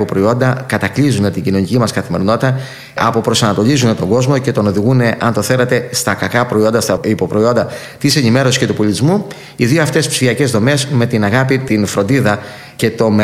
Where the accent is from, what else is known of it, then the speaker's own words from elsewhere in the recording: Gastouni, Western Greece, Greece; Εγώ είμαι από τη Γαυσίνη της Ηλίας, ο πατέρας μου και η μητέρα μου από τον πύργο.